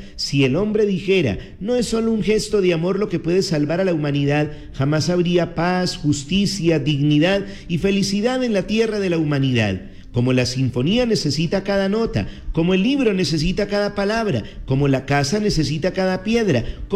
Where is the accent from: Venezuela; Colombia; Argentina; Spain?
Colombia; nos une a todos como colombianos